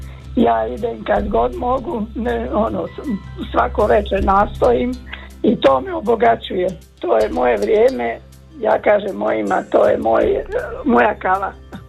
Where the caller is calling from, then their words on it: Dubrovnik, Dubrovnik-Neretva County, Croatia; ja sam iz Dubrovnika.